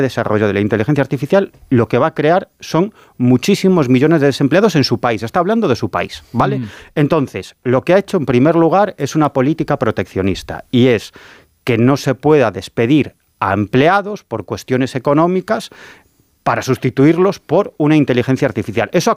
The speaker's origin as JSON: {"language": "Spanish", "region": "Galicia", "country": "Spain"}